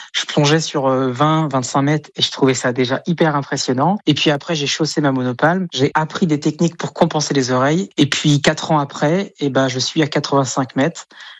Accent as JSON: {"language": "French", "town": "Saint-Malo", "region": "Brittany", "country": "France", "said": "En tant que Breton, en tant que Malouin, en tant que nageur, c'est une relation d'amour."}